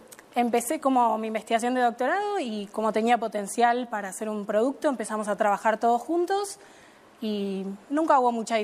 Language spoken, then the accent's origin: Spanish; Buenos Aires, Argentina; Yo soy de Buenos Aires.